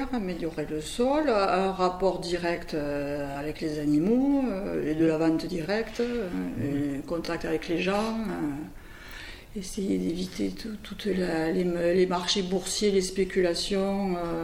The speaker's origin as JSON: {"language": "French", "town": "Toulouse", "region": "Occitanie", "country": "France", "tie": "born there", "said": "j'ai 61 ans. Je suis née à Toulouse, mais je viens de Lescure, puisque c'est la maison de mes grands-parents ici, maison de famille, donc j'y viens depuis que je suis née."}